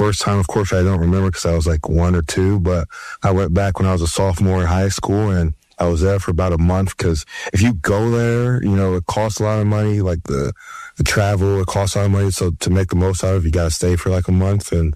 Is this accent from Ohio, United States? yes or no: yes; Columbus, Ohio, United States; Yeah. All those little Westerville, it's all Columbus, Ohio. I grew up in Columbus, Ohio.